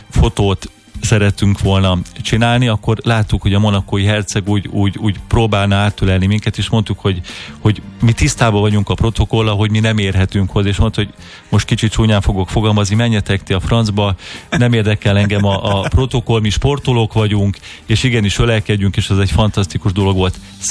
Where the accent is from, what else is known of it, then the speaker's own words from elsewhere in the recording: Budapest, Hungary; én újpesti gyerekként nőttem fel